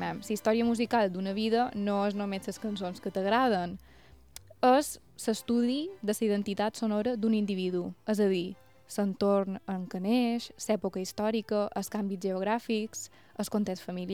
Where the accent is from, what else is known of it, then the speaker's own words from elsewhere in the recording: Sant Jordi, Balearic Islands, Spain; born there; now in Sant Ferriol, Spain; Jo mateixa, que vaig néixer l'any 98 a Sant Jordi i actualment visc a Sant Ferriol. Per tant, he canviat de barri i també de sons.